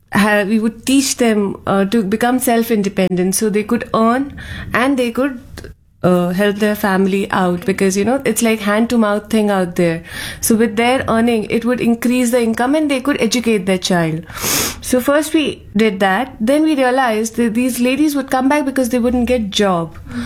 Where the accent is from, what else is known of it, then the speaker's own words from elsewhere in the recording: Ahmedabad, Gujarat, India; Actually, I'm from Ahmedabad